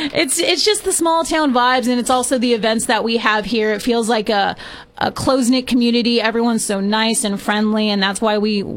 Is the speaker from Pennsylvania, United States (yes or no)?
no; Paso Robles, California, United States; also born or lived in Oxnard / Long Beach; now in San Luis Obispo County, United States; I grew up in Paso. And then once I graduated Paso, I wanted just to kind of get out of the small town vibes.